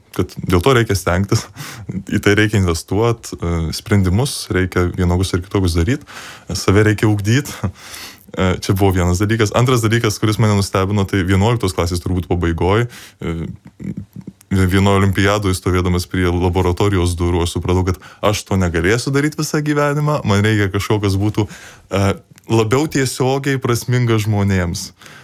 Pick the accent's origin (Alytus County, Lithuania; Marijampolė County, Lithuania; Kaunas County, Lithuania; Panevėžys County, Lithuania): Marijampolė County, Lithuania; Marijampolė; born there; esu iš Marijampolės, baigiau mokyklą